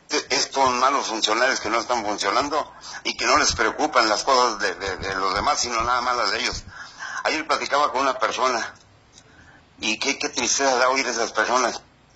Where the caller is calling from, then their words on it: Mexico; Defendamos a México como buenos mexicanos.